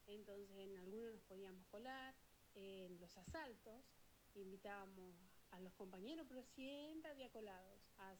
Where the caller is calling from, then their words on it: Rufino, Santa Fe, Argentina; de Rufino y tengo 56 años.